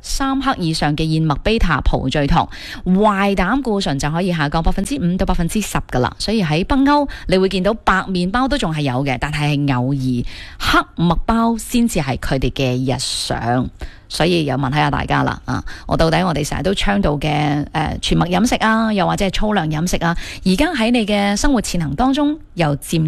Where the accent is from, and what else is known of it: Guangdong, China